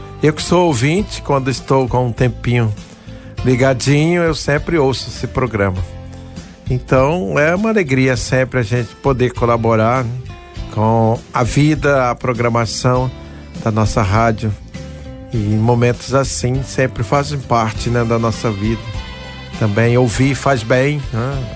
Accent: Ipu, Ceará, Brazil; moved away as an adult; Aquela experiência de infância e juventude que eu vivi até meus 19 anos lá na minha cidade do Ipu. Não praticamente na cidade, mas morando no sítio onde nasci e fui criado.

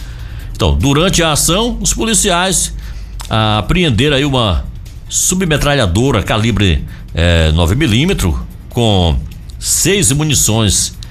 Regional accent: Maranhão, Brazil; meu Maranhão, terra

